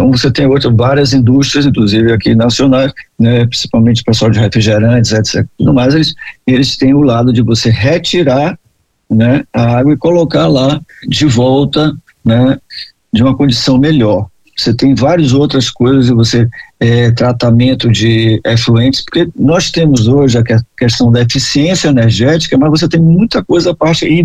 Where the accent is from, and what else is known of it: Bahia, Brazil